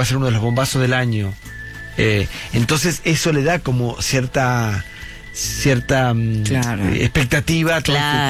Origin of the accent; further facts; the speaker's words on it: La Pampa, Argentina; Yo vengo del medio de la Pampa y hemos visto de todo.